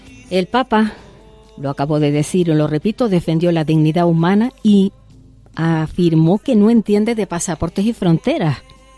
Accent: Canary Islands, Spain; Y Canarias conoce esta realidad de primera mano. Por nuestra posición geográfica somos frontera sur de Europa

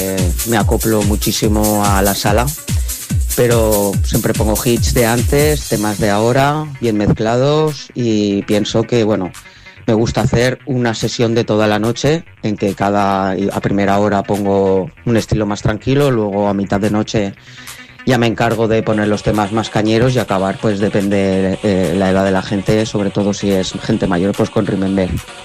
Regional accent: Vinaròs, Valencian Community, Spain; Y soy de Vinaroz, Castellón.

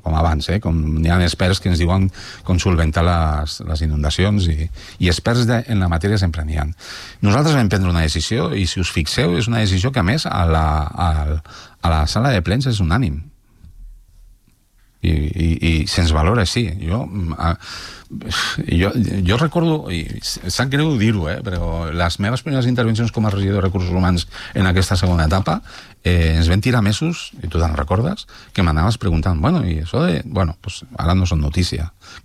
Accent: Molins de Rei, Catalonia, Spain; jo soc de Molins de tota la vida. I els meus fills viuen aquí. La meva família viu aquí.

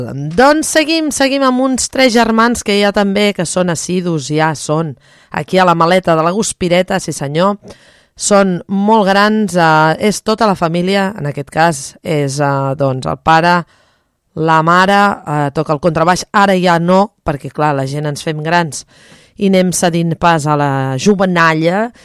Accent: Cubelles, Catalonia, Spain; els que som de Cubelles de tota la vida, ens en recordem d'això.

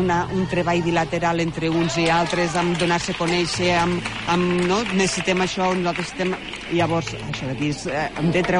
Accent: El Vendrell, Catalonia, Spain; Jo soc del Vendrell, jo soc del Vendrell.

